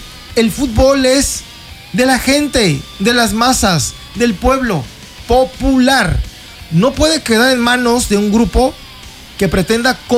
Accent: Mexico

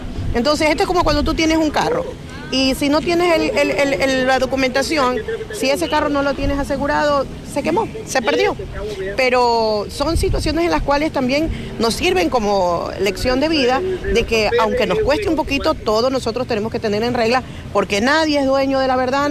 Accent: Manabí, Ecuador; soy una manabita que nosotros hemos venido de desgracia en desgracia y lo que tenemos que hacer es apoyarnos entre nosotros mismos.

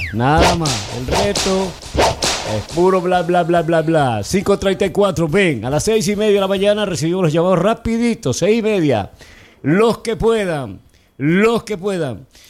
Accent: Manabí, Ecuador; born there; En la provincia más bacán, más linda del país, que es Manabí. Mi Manabí querido, mi tierra donde yo nací.

